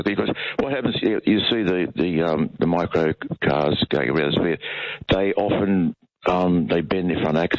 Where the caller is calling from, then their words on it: Toongabbie, New South Wales, Australia; I'm calling from Toongabby in Sydney.